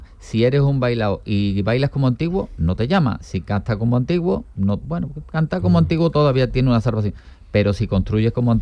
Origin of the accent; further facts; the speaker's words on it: Cádiz, Andalusia, Spain; Toda la familia somos gaditanos.